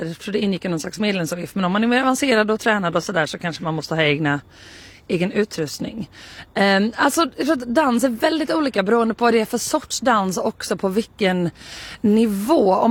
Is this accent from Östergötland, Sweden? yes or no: no; Karlskrona, Blekinge, Sweden; jag är uppväxt i en mindre stad, jag kommer från Karlskrona